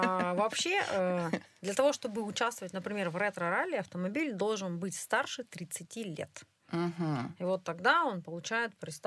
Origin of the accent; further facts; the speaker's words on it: Urals, Russia; у нас в Пышме, и мы можем все уральцы гордиться этим